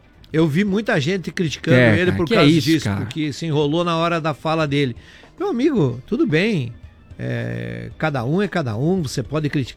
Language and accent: Portuguese; Brazil